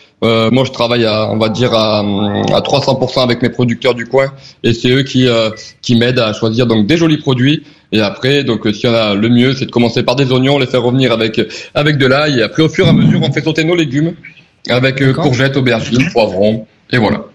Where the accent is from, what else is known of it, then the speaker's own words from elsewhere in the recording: Sicily, Italy; now in Pertuis, France; chez moi en Sicile